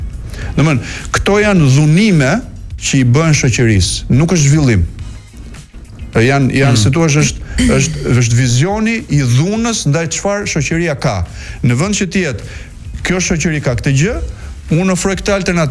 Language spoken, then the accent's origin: Albanian; Tirana, Tirana County, Albania; për ne që jemi rritur në Tiranë